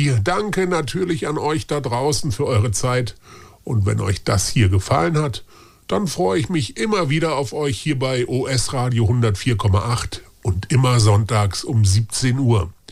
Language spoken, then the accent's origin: German; Baden-Württemberg, Germany; born or raised there